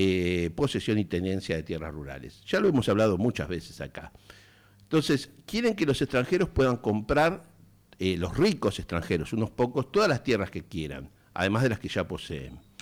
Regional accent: Argentina; así somos los argentinos y las argentinas

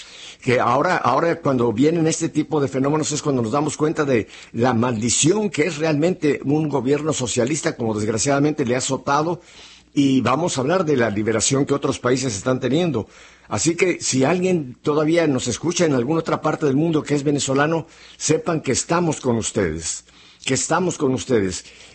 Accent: Mexico; now in United States; yo soy americano, tengo una nacionalidad americana aunque soy mexicano, y eso nunca me se me va a quitar

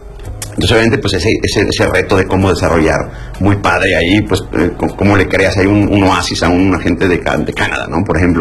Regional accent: Mexico City, Mexico; Soy mexicano, nací en Ciudad de México.

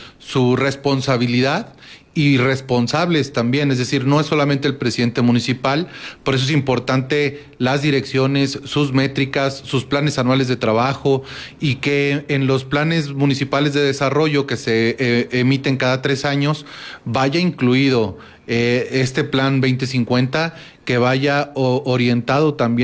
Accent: Mexico

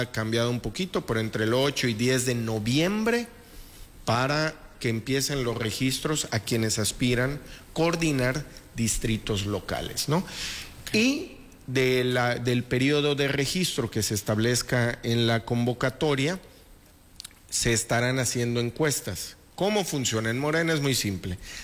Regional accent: Yucatán, Mexico; ¿Dónde entramos como yucatecos?

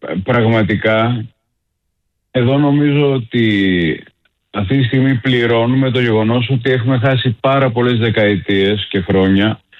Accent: Greece

